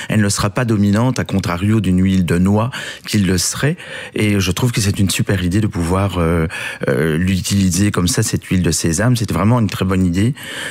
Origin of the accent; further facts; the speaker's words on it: Belgium; il y a encore beaucoup de gens chez nous en Belgique qui le font